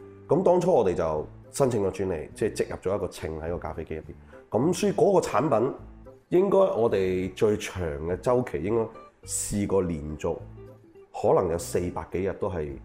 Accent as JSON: {"language": "Cantonese", "country": "China", "said": "因為我哋睇到我哋中國人嘅進步好快"}